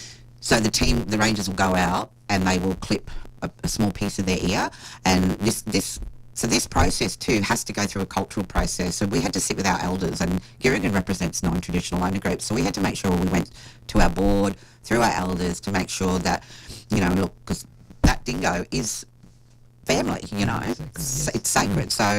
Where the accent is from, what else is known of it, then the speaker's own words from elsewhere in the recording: Tully, Queensland, Australia; It was just outside, 10-minute drive outside my hometown of Tully